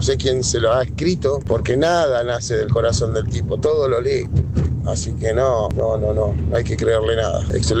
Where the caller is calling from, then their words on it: Berazategui, Buenos Aires Province, Argentina; de Verazategui